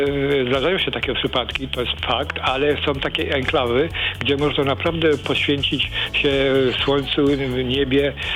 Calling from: Gdynia, Pomeranian Voivodeship, Poland; mieszkam w Gdyni

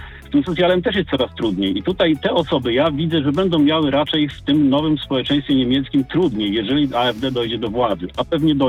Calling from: Frankfurt, Brandenburg, Germany; Mieszkam w Brandenburgii.

